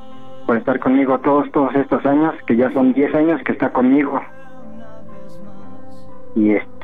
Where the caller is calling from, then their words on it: Mexico; nosotros estamos aquí en San Mateo, Capulac.